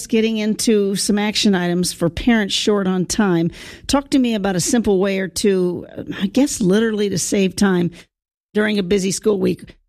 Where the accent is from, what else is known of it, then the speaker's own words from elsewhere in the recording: Cincinnati, Ohio, United States; I grew up in the Cincinnati area, so Kroger a hop and a skip it away even today.